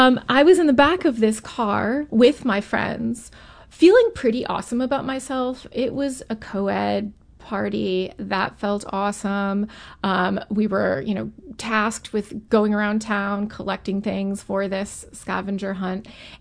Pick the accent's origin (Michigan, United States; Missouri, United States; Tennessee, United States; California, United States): Missouri, United States; St. Louis; my first visit to Powell Hall as a kid growing up in St. Louis.